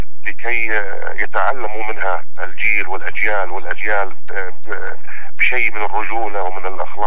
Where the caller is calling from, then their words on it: Yemen; وإحنا أبناء الجنوب مسلمين تسليم مطلق خاصة محافظة المهرة